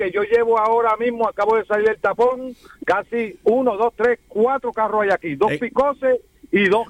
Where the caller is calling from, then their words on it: St. Croix, U.S. Virgin Islands; Ahora mismo el pueblo de Wim, la parte de Wim y Campo Rico, nosotros estamos sufriendo con la tubería de nosotros